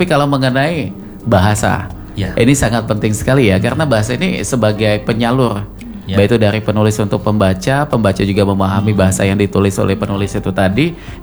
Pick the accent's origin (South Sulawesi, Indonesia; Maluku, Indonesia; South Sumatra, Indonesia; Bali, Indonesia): South Sumatra, Indonesia; Sekayu; Kayak aku wong Sekayu